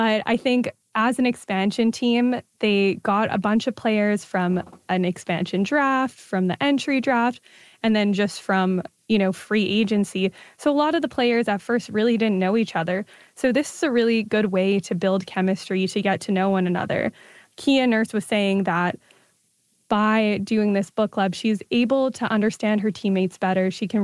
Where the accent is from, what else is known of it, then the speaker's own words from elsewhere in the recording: Montreal, Quebec, Canada; now in Toronto, Canada; I'm from Montreal, but I obviously support them because I live in Toronto.